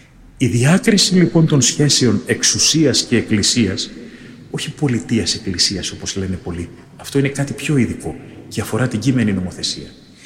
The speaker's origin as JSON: {"language": "Greek", "country": "Greece", "said": "Αγαπάω την πατρίδα μου."}